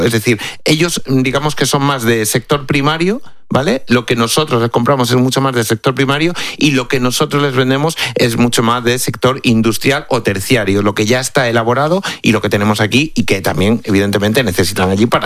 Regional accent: Cáceres, Extremadura, Spain; Yo, por ejemplo, que que soy de Cáceres, que soy de Extremadura

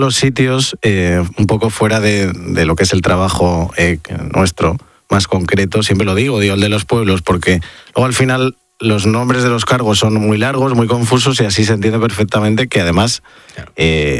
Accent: Community of Madrid, Spain; La Comunidad de Madrid es muy diversa en la gente que hay. Aquí todos somos madrileños, pero tenemos distintos acentos, pero también nuestros pueblos.

